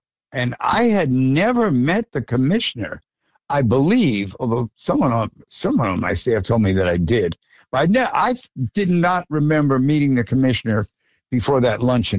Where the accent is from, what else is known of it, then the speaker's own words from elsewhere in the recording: Long Island, New York, United States; We're both from Long Islan